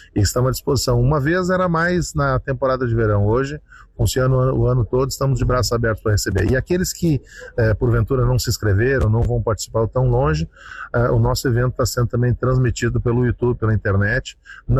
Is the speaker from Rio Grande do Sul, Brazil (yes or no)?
yes; Imbé, Rio Grande do Sul, Brazil; eu sou de Imbé, que é a menor cidade em território do litoral, né? São 39 quilômetros quadrados apenas. E um fato curioso, a gente tem em torno de 31, 32 mil habitantes fixos, né? E que nos picos de temporada a gente passa de 300 mil habitantes.